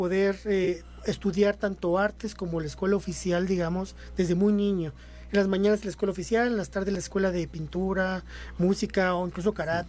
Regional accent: Culiacán, Sinaloa, Mexico; born there; moved away as an adult; also born or lived in Washington / Houston; Yo nací en Culiacán.

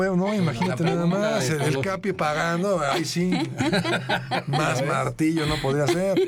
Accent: Mexico; yo soy mexicano, me incluyo

